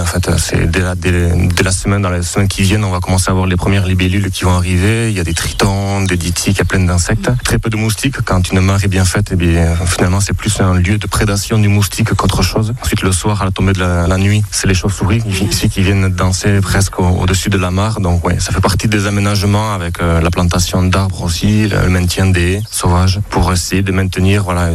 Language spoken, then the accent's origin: French; Ustaritz, Nouvelle-Aquitaine, France; j'ai 36 ans et je viens d'Ustaritz.